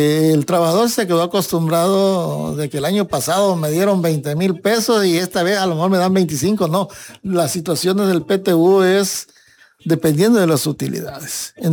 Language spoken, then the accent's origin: Spanish; Mexico; now in Tapachula, Mexico; Yo tengo 38 años que llegué a Tapachula porque soy originario de Capetagua.